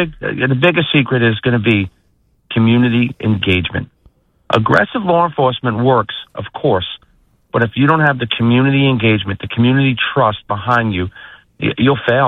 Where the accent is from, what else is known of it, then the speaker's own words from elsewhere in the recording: New York, United States; now in Lee County, Florida, United States; my hometown in New York